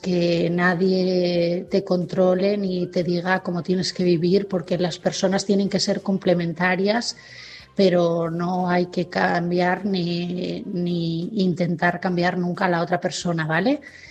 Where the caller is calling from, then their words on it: Asturias, Spain; de Asturias y mi mensaje esta noche es para Leticia.